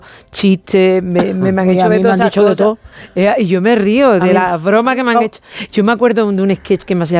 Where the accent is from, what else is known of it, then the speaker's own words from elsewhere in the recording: Andalusia, Spain; Nosotras dos somos andaluzas y venimos de una tierra con mucha guasa.